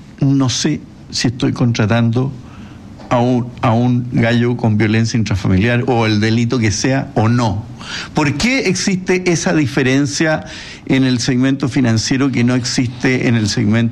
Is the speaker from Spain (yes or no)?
no; Chile; como si fuéramos suizos. Pero en realidad somos chilenos.